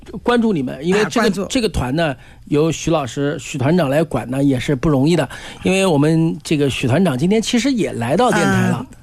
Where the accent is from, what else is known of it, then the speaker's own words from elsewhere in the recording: Nanjing, Jiangsu, China; 我们南京人说七十九嘛就是八十二了